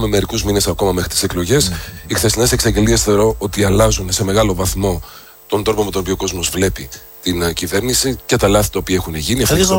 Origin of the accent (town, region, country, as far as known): Trikala, Thessaly, Greece; born or raised there